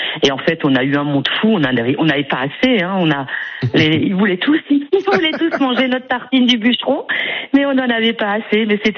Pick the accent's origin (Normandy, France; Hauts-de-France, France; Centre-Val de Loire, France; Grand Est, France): Grand Est, France; Urmatt; je suis originaire d'Urmat